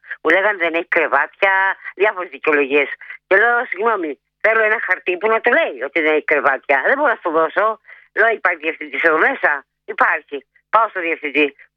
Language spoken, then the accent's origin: Greek; Chalcis, Central Greece, Greece; Γιατί είμαι από τη Χαλκίδα και δεν τη γυρίζω πίσω.